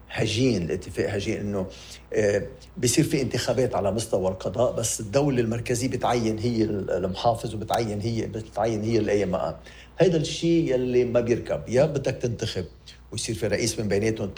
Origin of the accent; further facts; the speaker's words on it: Lebanon; نحن نضبع بعضنا كلبنانيين